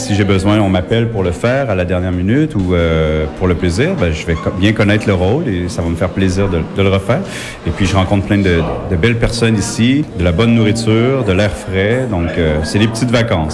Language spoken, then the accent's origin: French; Quebec, Canada; also born or lived in Switzerland; now in Paris, France; Comme je disais, ben, je suis originaire du Québec. Donc, la raison pourquoi je me suis installé à Paris, c'est parce qu'on voyage beaucoup.